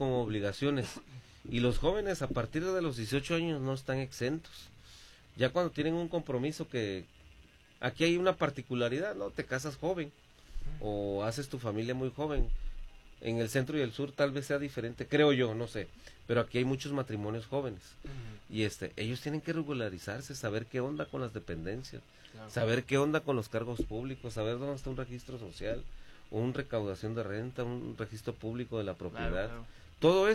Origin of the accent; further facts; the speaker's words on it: Mexico; nosotros como mexicanos